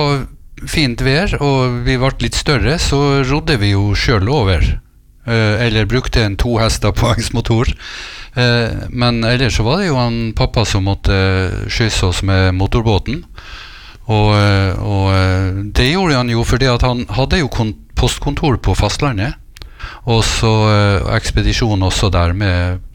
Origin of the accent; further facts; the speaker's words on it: Lødingen, Nordland, Norway; now in Vestnes, Norway; Ja da, jeg kommer fra Lødingen kommune, Lødingen Vestbygd, og det ligger I Vesterålen region, og jeg kommer fra Øksneshamn, som helt ut på enden av kommunen.